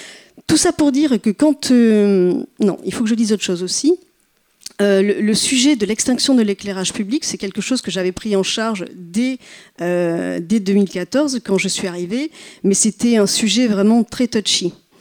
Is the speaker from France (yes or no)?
yes; Libourne, Nouvelle-Aquitaine, France; Donc moi, je viens de Libourne. Libourne, je ne sais pas si ça vous évoque quelque chose. Donc Libourne en est en Gironde, on est au nord-est de Bordeaux, une trentaine de kilomètres.